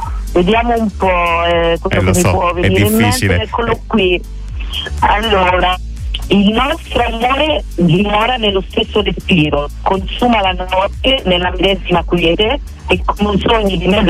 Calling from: Jesi, Marche, Italy; vengo da Iesi.

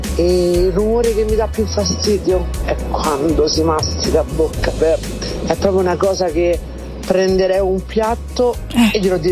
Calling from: Paliano, Lazio, Italy; da Paliano.

